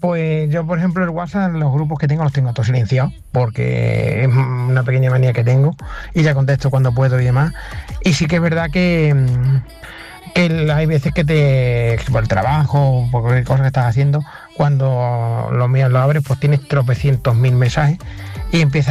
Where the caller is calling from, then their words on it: Peñarroya-Pueblonuevo, Andalusia, Spain; saludos para todos desde aquí, desde Peñarroya Pueblo Nuevo.